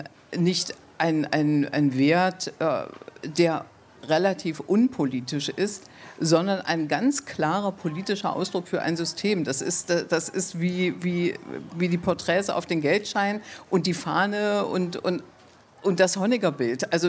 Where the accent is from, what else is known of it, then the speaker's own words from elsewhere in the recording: Wolfen, Saxony-Anhalt, Germany; in Dessau, das ist ungefähr 20 Kilometer von meinem Heimatort entfernt, Wolfen.